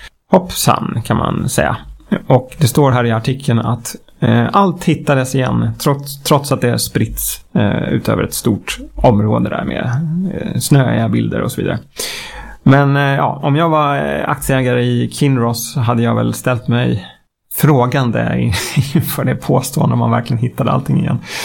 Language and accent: Swedish; Sweden; för oss svenskar